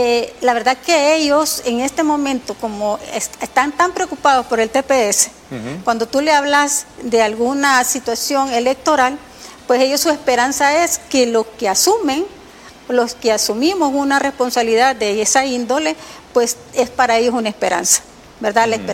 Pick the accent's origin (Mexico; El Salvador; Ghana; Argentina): El Salvador